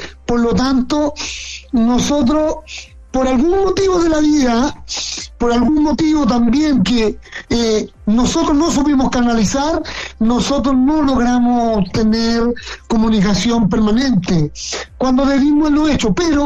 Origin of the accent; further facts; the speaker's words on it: Chile; porque pasaban muchas cosas por la cabeza de nosotros como mineros chilenos